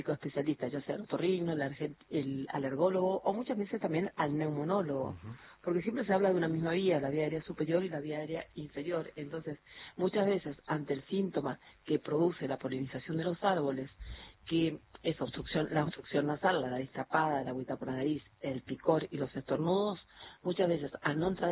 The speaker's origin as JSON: {"language": "Spanish", "town": "Bellavista", "region": "Corrientes", "country": "Argentina", "tie": "born or raised there", "lives_now": "Buenos Aires, Argentina", "said": "En realidad es ciudad, yo le digo pueblo, pero es ciudad. Yo estoy en Bellavista, Corrientes, ocasionalmente, pero Trabajo en Buenos Aires, obvio."}